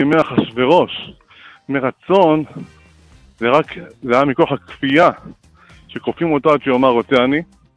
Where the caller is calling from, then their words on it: Harish, Haifa District, Israel